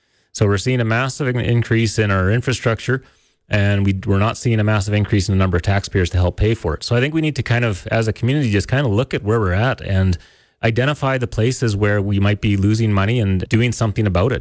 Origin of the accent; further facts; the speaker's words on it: Prince George, British Columbia, Canada; I'm running for Prince George City Council. Born and raised in Prince George, and I love this town.